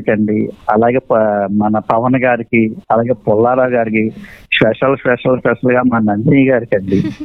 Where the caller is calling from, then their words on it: Eluru, Andhra Pradesh, India; మాకు వాన పడుతున్నాయండి మాకు ఏలూరులో.